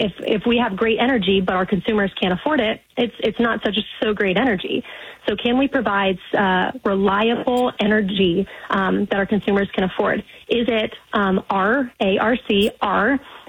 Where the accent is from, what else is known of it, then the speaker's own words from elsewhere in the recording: Ohio, United States; I use the example, I'm from Ohio. If you put a ton of solar panels here in Ohio